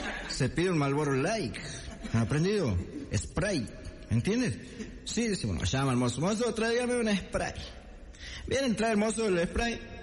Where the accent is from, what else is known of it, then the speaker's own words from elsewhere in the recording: Sejolá, Santiago del Estero, Argentina; born there; also born or lived in Quimilí; ustedes saben que yo vengo, como siempre, de Quimilí. Pero yo más soy de Sejolá, soy nacido en Sejolá, un pueblito chiquito.